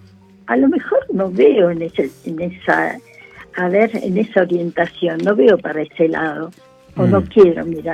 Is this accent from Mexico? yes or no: no; Avellaneda, Buenos Aires Province, Argentina; Fui criada en Avellaneda, nací en el Hospital Fiorito, mi madre también.